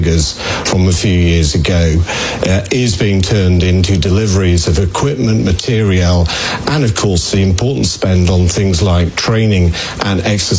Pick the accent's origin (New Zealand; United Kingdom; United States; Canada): United Kingdom; as a Brit